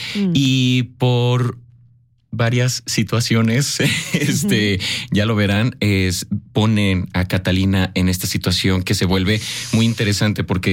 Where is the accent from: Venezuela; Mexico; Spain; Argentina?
Mexico; sino como mexicanos.